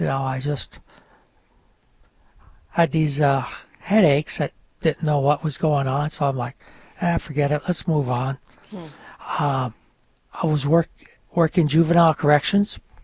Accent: New York, United States; first language French; English is a second language; English is my second language. Originally from the North Country of New York, that is Quebec, and my mother was from Montreal, so all we spoke was French at home.

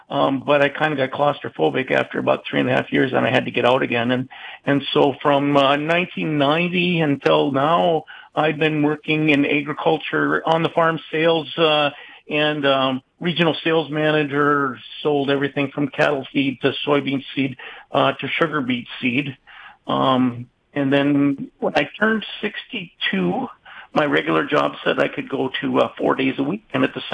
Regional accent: Mahnomen, Minnesota, United States; I grew up in Manolman, and when I was 10 years old, my dad got sick. And so my brother and I grew up out at Grandpa's farm

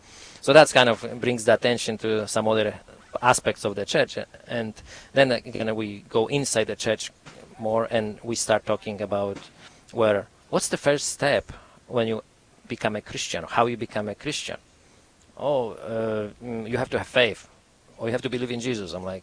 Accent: Poland; English is a second language; moved away as an adult; now in United States; because, you see, we're Catholics, and I grew up in Poland, in a Catholic country. When I arrived to the United States

